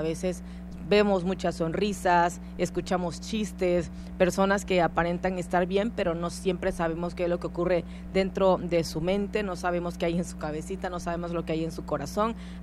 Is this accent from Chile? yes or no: no; Mexico; Orgullosos, por supuesto, de ser mexicanos